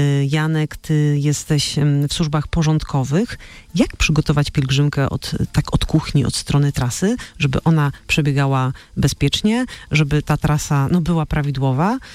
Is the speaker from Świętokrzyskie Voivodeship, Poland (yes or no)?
no; Częstochowa, Silesian Voivodeship, Poland; Ja rozumiem, ja też jestem częstochowianką, więc pozdrawiam wszystkich częstochowian, tak?